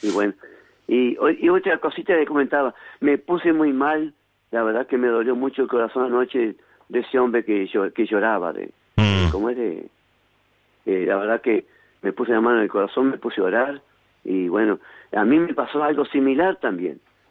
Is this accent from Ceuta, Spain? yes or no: no; Vitoria-Gasteiz, Basque Country, Spain; Creo que soy el primero … el vitoriense.